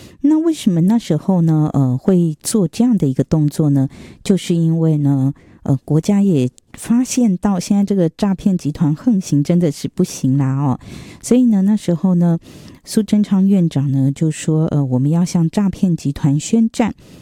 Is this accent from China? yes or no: no; Taiwan; 我觉得我们台湾人还是心地善良的居多